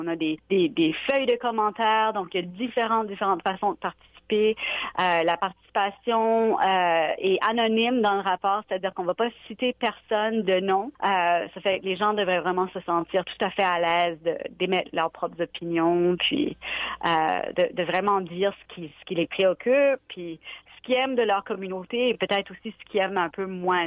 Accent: Moncton, New Brunswick, Canada; born or raised there

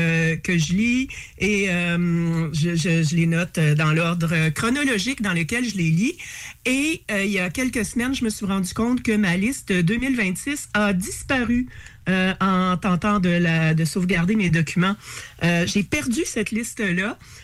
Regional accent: Rimouski, Quebec, Canada; on est trois de Rimouski à lancer un livre chez Poète de Brousse de Rimouski.

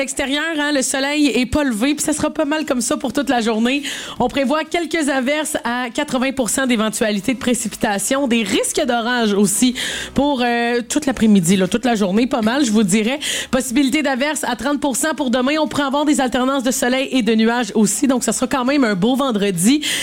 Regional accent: Sainte-Marthe, Quebec, Canada; born there; Moi, je suis née à Sainte-Marthe.

